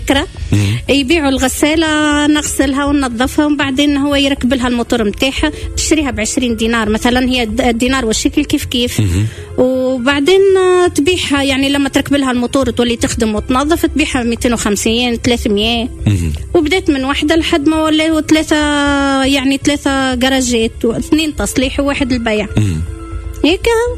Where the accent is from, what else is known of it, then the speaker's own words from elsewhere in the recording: Tunisia; moved away as an adult; now in Gaza, Palestine; تونس أنا طلعت في 2005 من تونس